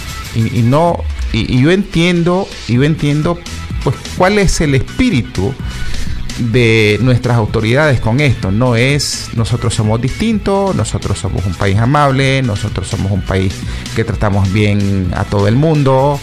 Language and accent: Spanish; Nicaragua; así somos los nicas.